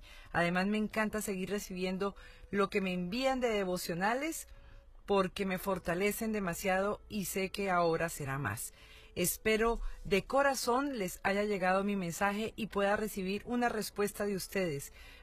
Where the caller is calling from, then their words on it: Bolivia; Aún sigo escuchando por las noches el programa que pasa por la radio aquí en mi país, Bolivia.